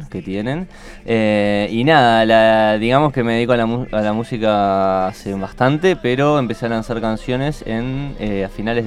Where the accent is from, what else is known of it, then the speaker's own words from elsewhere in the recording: Uruguay; Yo soy uruguayo.